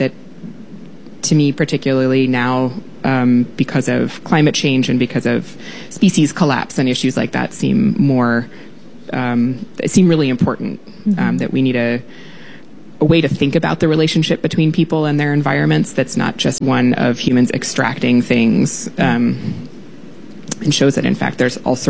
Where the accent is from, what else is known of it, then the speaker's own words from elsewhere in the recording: Iowa, United States; try to give people from where I grew up in Iowa and elsewhere in the lower 48